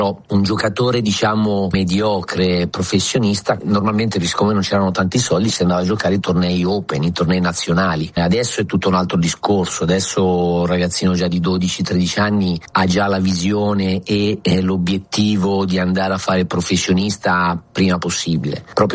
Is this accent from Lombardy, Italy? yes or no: yes; Monza, Lombardy, Italy; moved away as an adult; ma sono poi cresciuto sia a Monza con maestri Gambacurta e Galmozzi fino ai 20 anni.